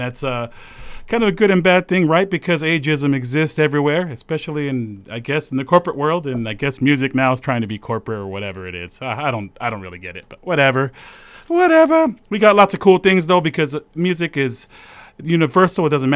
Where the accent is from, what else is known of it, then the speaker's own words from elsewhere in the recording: San Jose, California, United States; first language Spanish; English is a second language; now in Treasure Valley, Idaho, United States; I come from San Jose